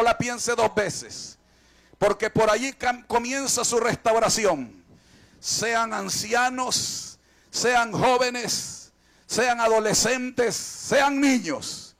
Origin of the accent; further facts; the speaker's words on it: Nicaragua; Estoy en mi país. Estoy en mi nación. Amo a Nicaragua. Amo a todas las naciones, pero Nicaragua es especial para mí. Soy hijo de la patria.